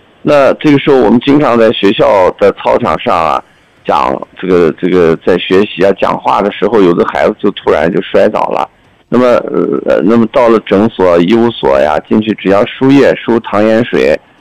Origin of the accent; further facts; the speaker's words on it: China; 我们中国人的传统也是一样